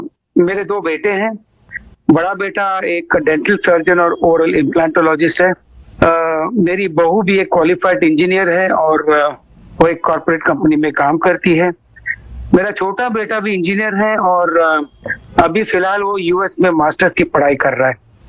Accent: Mumbai, Maharashtra, India; born there; मैं एक मुंबईकर हूँ। मुंबई मेरी जन्मभूमि और कर्मभूमि है।

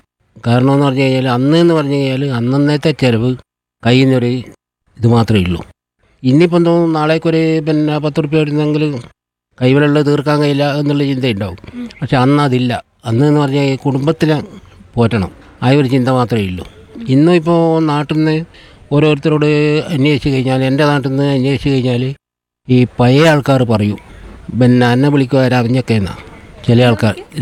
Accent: Thillankery, Kerala, India; Thillankeri.

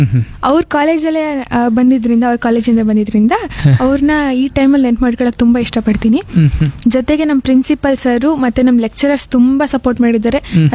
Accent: Bidrakote, Karnataka, India; ನಮ್ದು ಬಂದು ಬಿದ್ರಕೋಟೆ ಅಂತ ಹಳ್ಳಿ ಮಂಡ್ಯದ ಹತ್ರ, ಅಲ್ಲಿಂದ ಬಂದು ಆರ್ಟ್ಸ್ ಆ ಕಡೆ ಎಲ್ಲೂ ಇಲ್ಲ ಸರ್

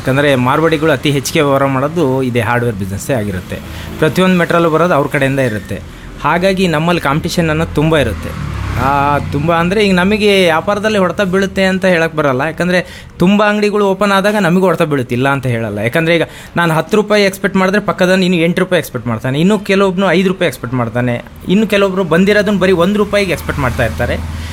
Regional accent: Tammadihalli, Karnataka, India; now in Shivamogga, India; ನಾವು ಹುಟ್ಟಿದ್ದು ಶಿವಮೊಗ್ಗ ಡಿಸ್ಟಿಕ್, ಶಿವಮೊಗ್ಗ ತಾಲೂಕು, ತಮ್ಮಡಿಹಳ್ಳಿ ಅಂತೇಳಿ. 500 ರಿಂದ 6 ಕಿಲೋಮೀಟರ್ ಇದೆ ನಮ್ಮೂರು. ನಿಯರ್ 500 ಆಗುತ್ತೆ ನಮಗೆ. ಅಲ್ಲೇ ಹುಟ್ಟಿದ್ದು, ಅಲ್ಲೇ ಬೆಳೆದಿದ್ದು, ಓದಿದ್ದೆಲ್ಲ 10th ತನಕ ತಮ್ಮಡಿಹಳ್ಳಿಲೇ ಓದಿದ್ದು.

